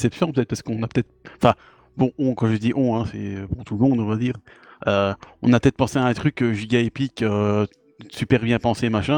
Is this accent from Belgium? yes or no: yes; Belgium; D'ailleurs, 73, parce que moi je suis belge.